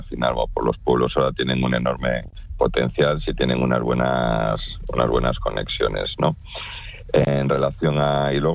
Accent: Langre, Cantabria, Spain; yo soy de Langre, pues tú ahora desde un pueblo en remoto puedes hacer los cursos más avanzados que te propongas, ¿no?

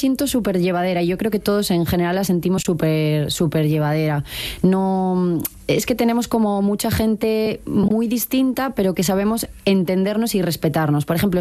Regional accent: Galicia, Spain; Es cierto que como como gallega conozco las verbenas, pero nunca las había conocido desde dentro.

